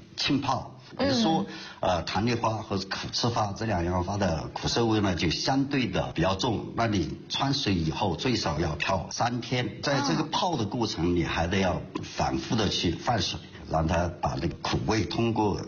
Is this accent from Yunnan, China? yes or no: yes; Yunnan, China; 我们云南人先辈吃花